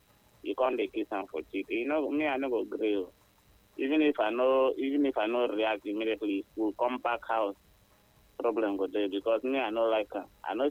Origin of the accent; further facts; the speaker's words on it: Nigeria; So, I grew up in Nigeria. Let me say, okay. I don't go America before. I don't go London